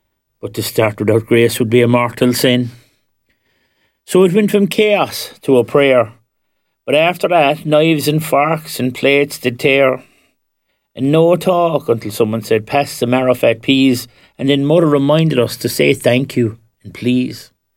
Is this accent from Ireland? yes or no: yes; Ireland; Growing up in Ireland in the 70s